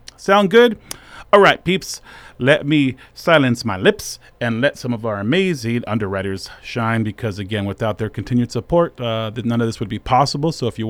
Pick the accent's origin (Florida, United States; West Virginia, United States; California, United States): California, United States; moved away; I come from a time when it was taboo to be, Chicano. I come from California. I come from the time when we still had segregated schools, man.